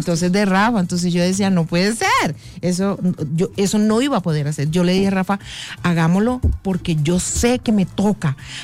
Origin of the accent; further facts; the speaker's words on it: Planeta Rica, Córdoba, Colombia; now in Bogotá, Colombia; De Planeta Rica, Córdoba.